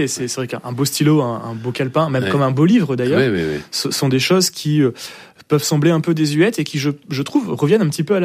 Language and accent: French; Marck, Hauts-de-France, France; also born or lived in Grande-Synthe; je suis né à Grande-Synthe, hein, mais j'ai vécu 2 ou 3 jours à Grande-Synthe. Parce que mes parents habitaient et habitent toujours la ville de Marc en Calaisis, dont je suis maire. Donc, je suis arrivé dans le Pas-de-Calais assez rapidement, parce qu'on a la frontière du Pas-de-Calais et du Nord.